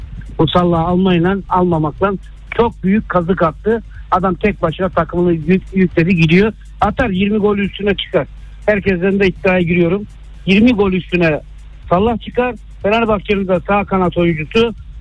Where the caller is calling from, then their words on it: Kocaeli, Turkey; Ben Kocaeli'den arıyorum.